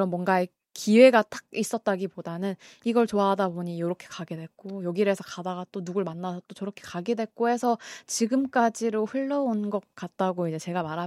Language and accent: Korean; Jeonju, North Jeolla, South Korea; also born or lived in Jeongeup / Jangsu; 태어났다가 전주로 왔다가 뭐 장수 잠깐 갔다가 다시 전주로 나온 이 전북의 토박이로 이제 자라가지고요. 지금은 전주가 이제 제가 산 그 세월 중에서 가장 오랜 부분을 차지하면서 이제 살고 있는 지역입니다. 그래서 이제 전주에서 살고 있는데